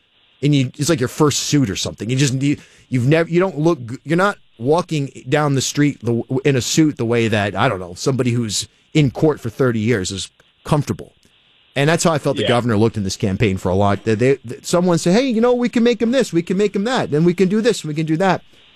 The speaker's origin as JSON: {"language": "English", "town": "Cumberland", "region": "Rhode Island", "country": "United States", "said": "I'm from Cumberland. I was a mayor there."}